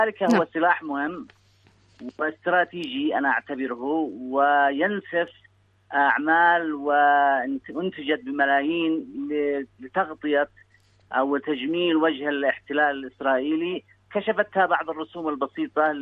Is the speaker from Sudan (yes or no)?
no; Yemen; عندنا في اليمن